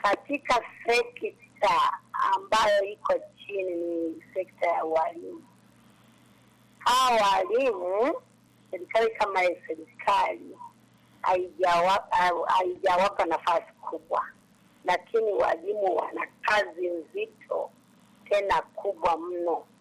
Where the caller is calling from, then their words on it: Masanza, Tanzania; Nimetokea … nipo Masanza.